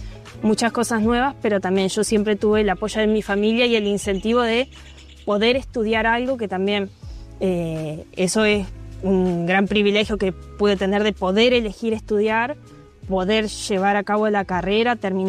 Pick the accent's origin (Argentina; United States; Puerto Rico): Argentina; Costa Grande, Entre Ríos; moved away as an adult; now in Paraná, Argentina; Yo crecí en una zona rural que se llama Costa Grande, que está más o menos a unos 80, 90 kilómetros de acá de Paraná. Hice mi jardín, primaria, secundaria, todo en escuela rural. Y recién llegué a Paraná cuando empecé a estudiar la carrera de artes, que por cierto empecé en el 2020